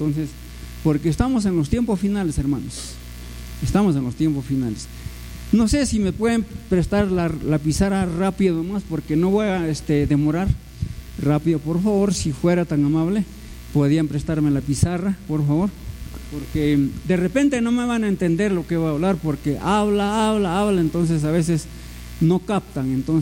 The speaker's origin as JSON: {"language": "Spanish", "region": "Tacna", "country": "Peru", "tie": "born there", "also_born_or_lived": "Colombia", "moved": "yes", "lives_now": "Yunguyo, Peru", "said": "Nací en una denominación que se llama la Convención Bautista de los Estados Unidos, ahí nací, en Tacna."}